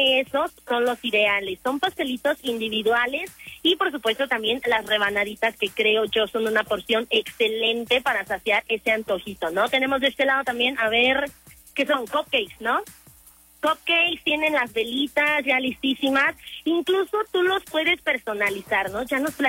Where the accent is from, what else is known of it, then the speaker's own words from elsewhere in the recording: Mexico; Sé que como buenos mexicanos dejamos todo hasta el último momento